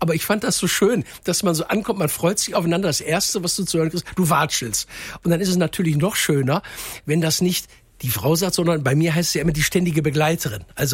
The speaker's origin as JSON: {"language": "German", "town": "Duisburg", "region": "North Rhine-Westphalia", "country": "Germany", "said": "wir haben einen Italiener, ich komme ja aus Duisburg"}